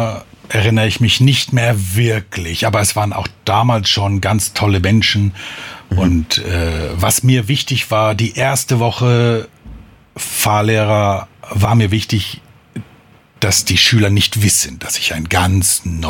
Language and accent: German; Hamburg, Germany; now in Darmstadt area, Germany; Nein, so wirklich Darmstädter bin ich nicht. Mhm. Ursprünglich komme ich aus Hamburg und da ist schon eine andere Stimmung. Von Hamburg nach ins Rhein-Main-Gebiet war schon ein Umstieg